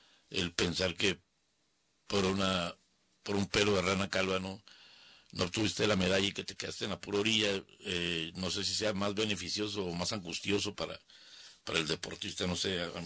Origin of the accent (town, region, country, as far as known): Mexico